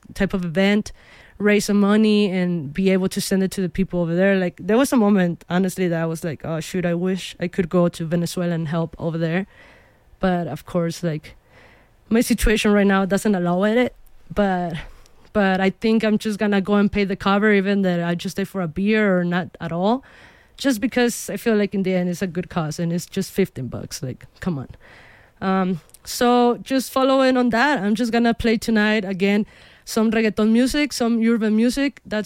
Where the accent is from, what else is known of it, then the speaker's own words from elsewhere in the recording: Tijuana, Baja California, Mexico; I'm from Mexico. I'm from Tijuana. And I just like to play the sounds and music that I grew up listening in the streets over there.